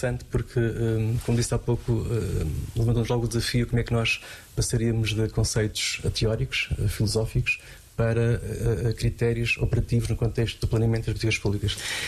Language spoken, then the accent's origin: Portuguese; Portugal